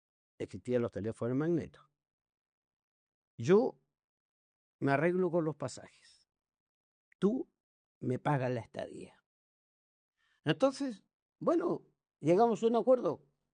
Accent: Magallanes and Chilean Antarctica, Chile; Y yo de Magallanes.

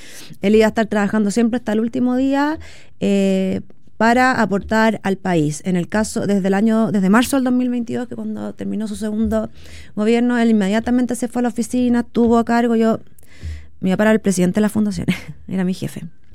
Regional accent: Chile

